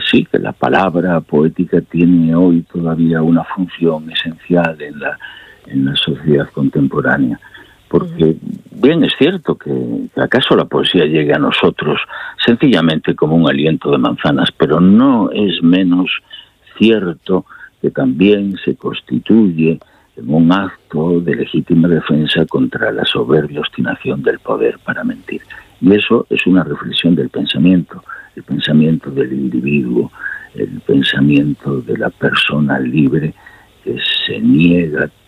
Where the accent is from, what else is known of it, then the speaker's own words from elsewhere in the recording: El Bierzo, Castile and León, Spain; mi tierra natal, de los Montes de León, en las fronteras con Galicia, en el Bierzo.